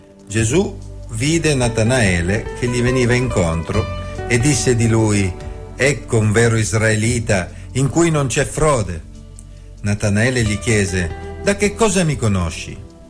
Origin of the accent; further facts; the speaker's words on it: Turin, Piedmont, Italy; si usa dire dalle mie parti, a Torino